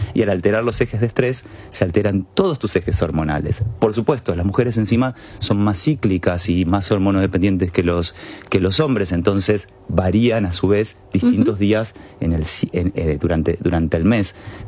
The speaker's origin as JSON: {"language": "Spanish", "country": "Argentina"}